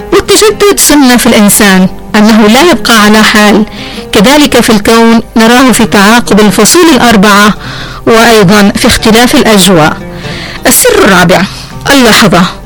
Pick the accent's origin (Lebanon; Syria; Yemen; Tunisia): Yemen; Hadramaut; accent: Hadrami; لهجتنا الحضرمية